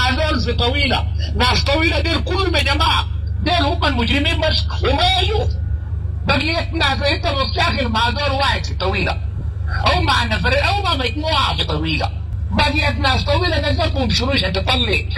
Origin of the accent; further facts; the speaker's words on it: Sudan; يعني جذور الأزمة أنه ما بحثنا كسودانيين